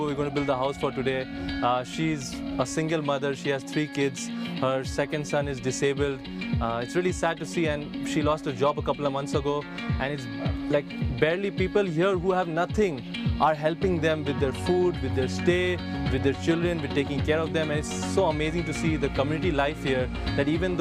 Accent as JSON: {"language": "English", "country": "India", "moved": "yes", "said": "I come from India, so I've seen a lot of poverty"}